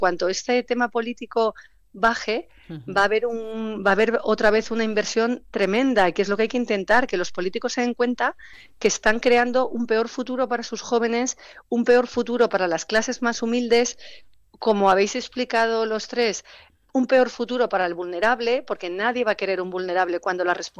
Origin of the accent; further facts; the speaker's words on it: Madrid, Community of Madrid, Spain; igual que yo soy madrileña y puedo invertir en Bilbao, en Barcelona, en Santander, en Valencia o Málaga, pero obviamente si estoy en Madrid y hay oportunidades, prefiero que sea a lo mejor mi ciudad la que prospere